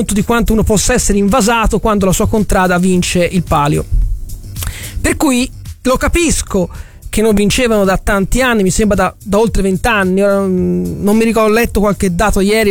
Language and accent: Italian; Florence, Tuscany, Italy; io sono fiorentino fino al midollo